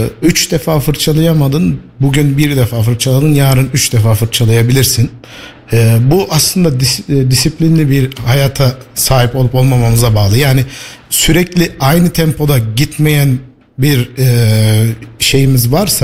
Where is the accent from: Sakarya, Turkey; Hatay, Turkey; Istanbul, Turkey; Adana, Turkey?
Hatay, Turkey; born there; also born or lived in Ankara; now in Kayseri, Turkey; Hatay doğumluyum. Kayseri'de 2017 yılından beri buradayız. Eşimin burada uzmanlık yapması dolayısıyla buraya geldik. O günden bugüne buradayız.